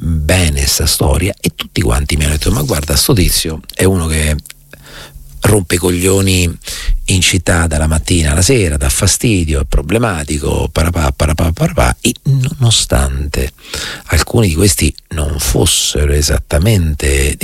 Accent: Marche, Italy; Io poi, essendo marchigiano

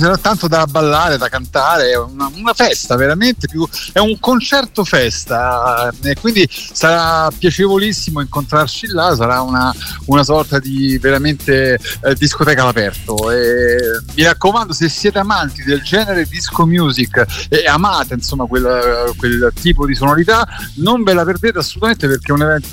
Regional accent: Rome, Lazio, Italy; io sono dell'Appio Claudio a Cinecittà, sì.

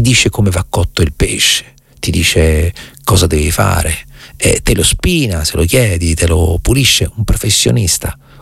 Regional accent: Recanati, Marche, Italy; Io ricordo che quando ero piccolo a Recanati, due giorni a settimana, solo due giorni a settimana, Recanati non sta sul mare, ok? È in collina, a 298 metri sul livello del mare

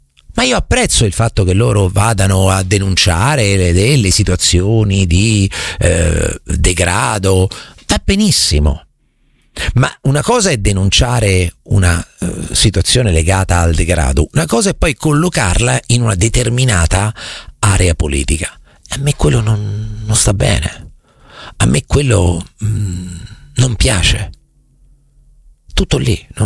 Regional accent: Marche, Italy

